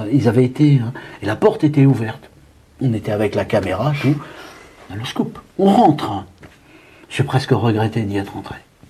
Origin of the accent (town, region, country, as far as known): Hauts-de-France, France; born or raised there